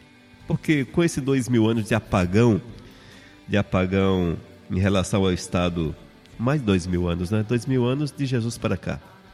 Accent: Brazil; Nós somos brasileiros

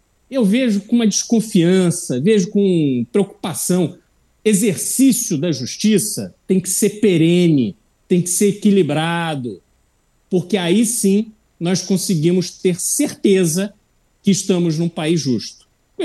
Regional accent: Brazil; eu como brasileiro

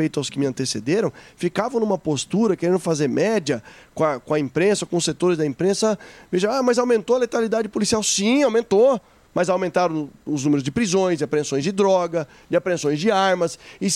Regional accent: Sorocaba, São Paulo, Brazil; Sabe que eu sou sorocabano, né?

